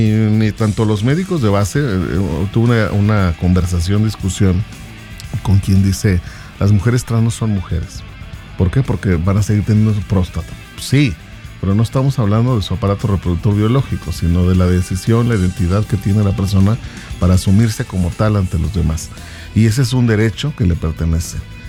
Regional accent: San Luis Potosí, Mexico; que no somos esos potosinos, potosinos con el gentilicio que nos reconoce mucha gente fuera de nuestro territorio

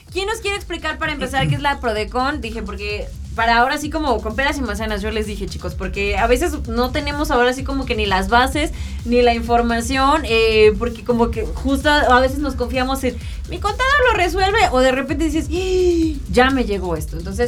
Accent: Mexico; somos mexicanos.

